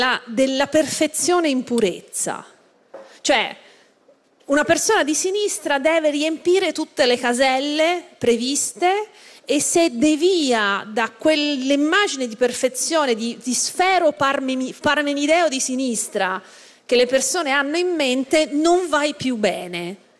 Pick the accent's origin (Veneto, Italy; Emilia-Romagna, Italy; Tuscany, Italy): Tuscany, Italy; Florence; io sono di Firenze, no? Cioè, sto a Firenze, noi siamo anche la città che è stata amministrata da Renzi